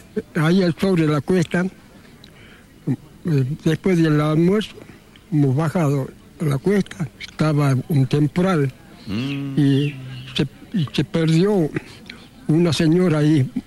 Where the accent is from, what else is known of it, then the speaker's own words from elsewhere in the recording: Molinos, Salta, Argentina; also born or lived in Finca Amaicha, Salta; Soy de Molinos, pero yo nací en Amaicha.